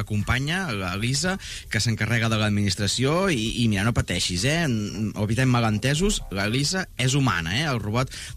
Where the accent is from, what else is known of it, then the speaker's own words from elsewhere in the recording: Arenys de Munt, Catalonia, Spain; born there; now in Calella, Spain; 44 anys, casat, pare d'una nena de 6 anys, sóc nascut a Arenys de Munt, visc a Calella